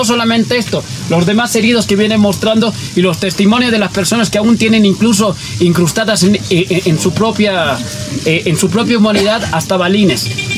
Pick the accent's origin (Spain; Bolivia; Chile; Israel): Bolivia; Yo soy un afroboliviano